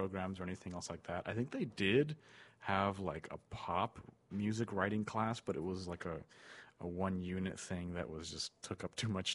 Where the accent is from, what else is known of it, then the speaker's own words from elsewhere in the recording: Santa Paula, California, United States; I was born in Santa Paula.